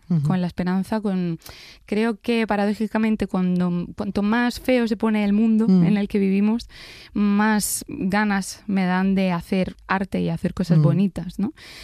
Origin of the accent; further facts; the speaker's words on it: Granada, Andalusia, Spain; moved away; Porque yo cuando estoy allí me encierro en mi ciudad y me cuesta mucho irme, ¿no? De hecho, yo me fui de Granada por una ruptura amorosa